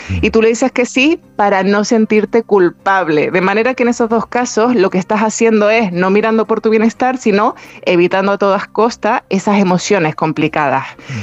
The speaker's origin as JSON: {"language": "Spanish", "region": "Canary Islands", "country": "Spain", "accent": "Canarian", "said": "que yo soy con mi canario, me sale pozo"}